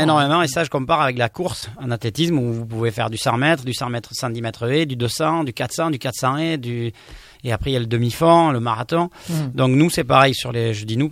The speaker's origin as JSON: {"language": "French", "town": "Saint-Martin-de-Seignanx", "region": "Nouvelle-Aquitaine", "country": "France", "tie": "born or raised there", "said": "Moi, je suis de Saint-Martin-de-Seignanc."}